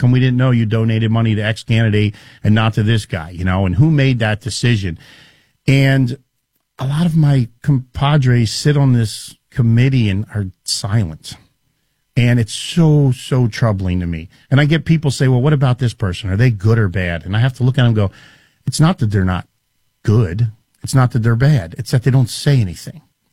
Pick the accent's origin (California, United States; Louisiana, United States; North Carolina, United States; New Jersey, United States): New Jersey, United States; now in Green Bay, United States; I'm from New Jersey.